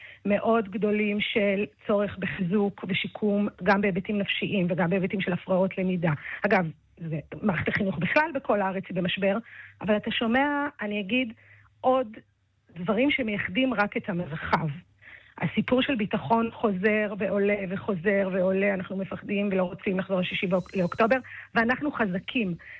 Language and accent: Hebrew; Ramla, Central District, Israel; now in Mazkeret Batya, Israel; אני נולדתי וגדלתי ברמלה.